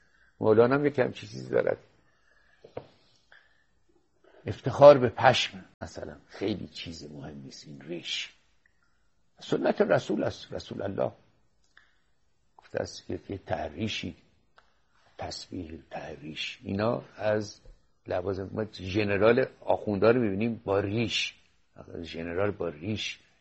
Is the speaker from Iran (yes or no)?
yes; Iran; moved away as an adult; بنده 26 ساله بودم از ایران بیرون آمدم